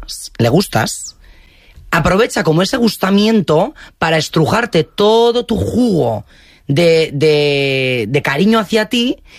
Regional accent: Basque Country, Spain; Soy vasco. Un vasco.

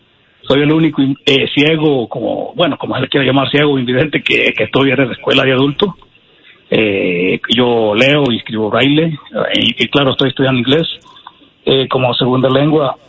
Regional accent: Chalatenango, El Salvador; moved away; Soy originario de El Salvador, del departamento de Chalatenango.

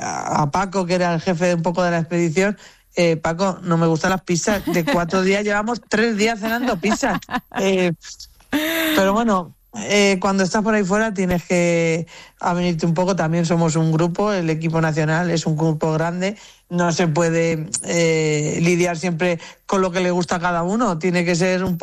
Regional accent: Italy; Y vengo de Italia

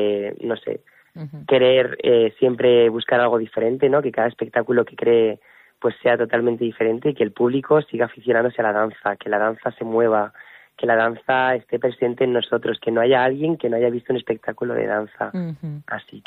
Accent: Albacete, Castilla-La Mancha, Spain; Albacete, y yo siempre comprometido con mi compañía a mostrar el arte de Albacete, ya sea aquí en mi tierra como en el Santiago Bernabéu, a donde vaya, siempre llevaré Albacete conmigo.

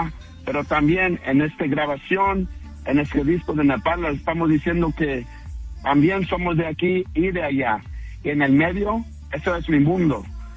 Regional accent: United States; Y como chicanos, cuando me voy a México me llaman Pocho. No soy mexicano cuando me voy allá

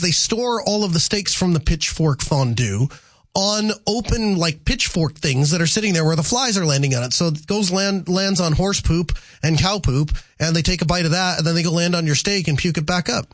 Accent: North Dakota, United States; I tell them I'm from North Dakota

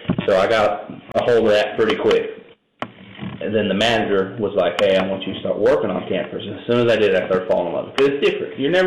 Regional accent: California, United States; moved away; I'm from California, so I started in California.

